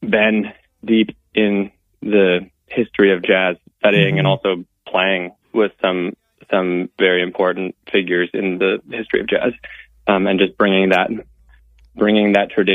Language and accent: English; Portland, Oregon, United States; I grew up around Portland.